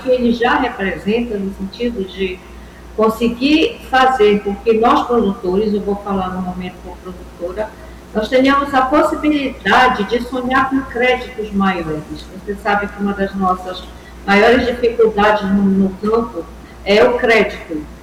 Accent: Amazon, Brazil; eu vou falar como amazônida

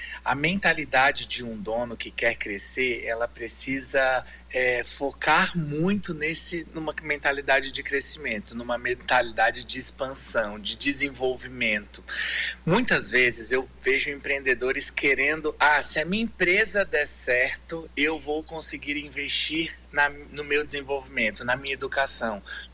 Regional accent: Acre, Brazil; moved away; Um prazer é todo meu estar aqui na minha terra natal.

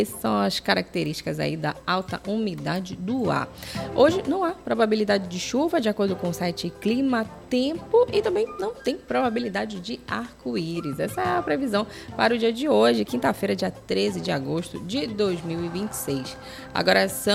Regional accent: Pará, Brazil; nós paraenses já estamos acostumados a falar, aquela breia

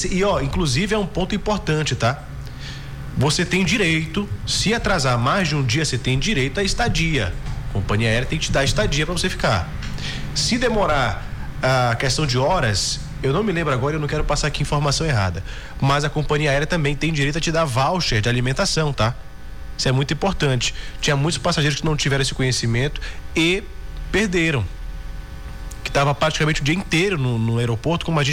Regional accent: North Region, Brazil; como nortistas que somos. A situação não é fácil da gente que mora aqui.

